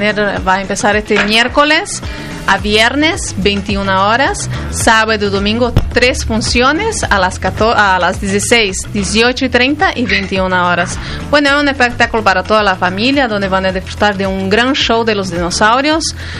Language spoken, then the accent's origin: Spanish; Brazil; Spanish is a second language; moved away as an adult; now in Argentina; Yo soy de Brasil.